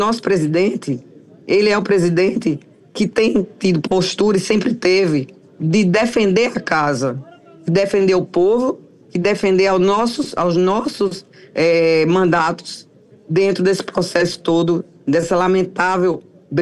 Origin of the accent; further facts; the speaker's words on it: Paraíba, Brazil; eu quero agradecer como paraibana.